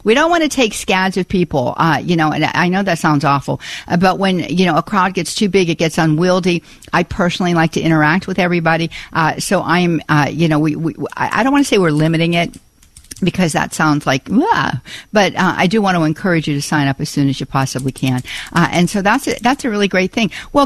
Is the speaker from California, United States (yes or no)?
no; Pittsburgh, Pennsylvania, United States; accent: Pittsburgh; I cannot completely ditch my Pittsburgh accent. I never want to completely ditch my rootedness in a steel city.